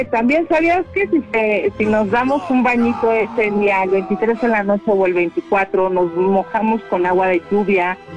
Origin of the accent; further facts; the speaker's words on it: Mexico; nos ponemos la camiseta porque así somos los mexicanos.